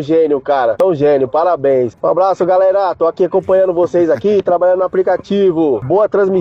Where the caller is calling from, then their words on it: São Paulo, Brazil; corintiano aqui de Itaquera.